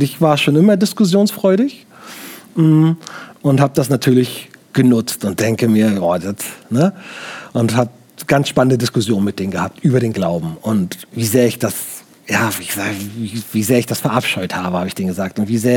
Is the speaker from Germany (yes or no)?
yes; Baltic coast, Germany; Ich komme aus der Nähe von der Ostsee.